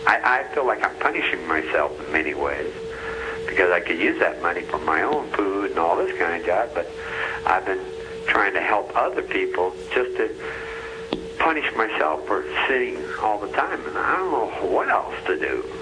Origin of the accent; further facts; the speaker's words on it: Pueblo, Colorado, United States; I'm from Pueblo, Colorado.